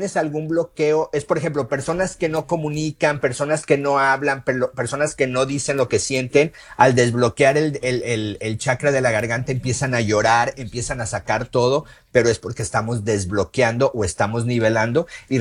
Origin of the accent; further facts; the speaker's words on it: Mexico; en donde le llamamos la mollera, las personas que venimos de México, sí, ahí se encuentra el coronal.